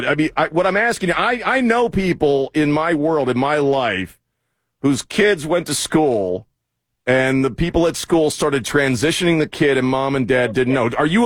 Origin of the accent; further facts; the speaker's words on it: Cape St. Clair, Maryland, United States; I'm from Annapolis, as I mentioned in the first area, I grew up in a little town called Cape St. Clair, about 20 minutes from Annapolis, right there on the Chesapeake Bay on the western side.